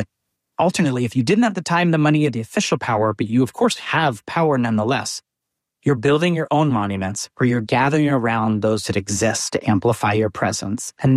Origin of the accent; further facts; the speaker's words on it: Philadelphia, Pennsylvania, United States; I'm born and raised in Philadelphia.